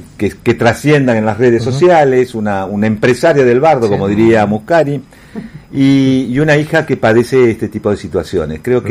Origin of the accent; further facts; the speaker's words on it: La Plata, Buenos Aires Province, Argentina; Yo soy de La Plata.